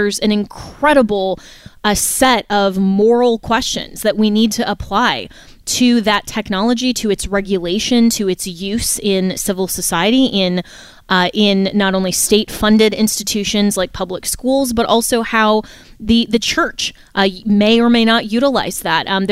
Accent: Florida, United States; my home state, the Free State of Florida

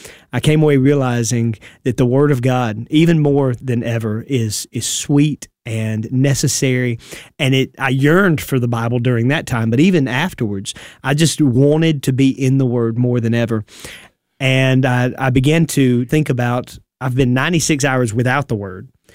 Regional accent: United States; born or raised there

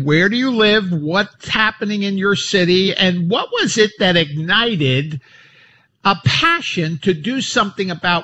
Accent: New York City, New York, United States; Many of you know that I'm a city boy, born and raised in New York City.

